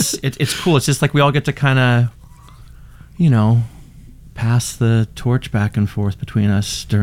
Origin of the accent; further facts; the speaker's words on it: Seattle, Washington, United States; I'm from Seattle